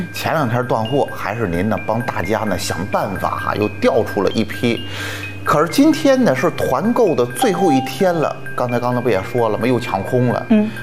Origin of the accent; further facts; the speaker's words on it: Xuzhou, Jiangsu, China; 大家好，我是来自徐州的